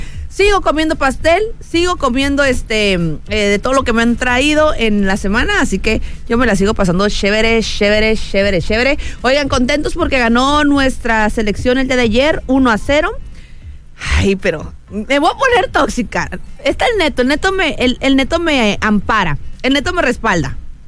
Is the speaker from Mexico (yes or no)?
yes; Mexico; somos los mexicanos